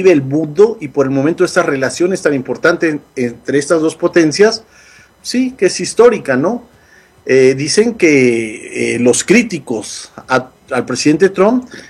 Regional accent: Mexico; yo soy mexicano

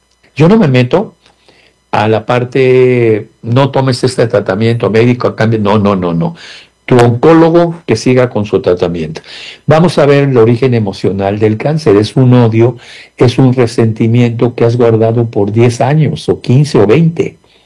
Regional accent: Mexico; en México le llamamos comida.

